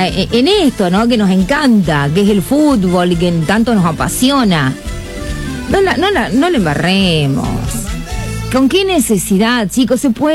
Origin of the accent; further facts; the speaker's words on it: Argentina; Somos argentinos.